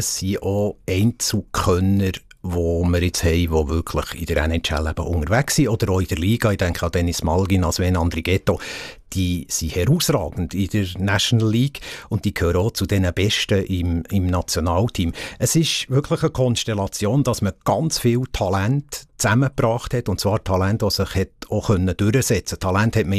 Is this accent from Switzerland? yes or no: yes; Switzerland; Wir tun die Schweizer, wir sind Schweizer, wir müssen unsere Werte leben